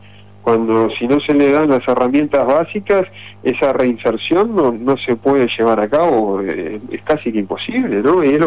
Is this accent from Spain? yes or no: no; Uruguay; como sociedad uruguaya tenemos el debe de que no hemos podido encaminar una solución para esta situación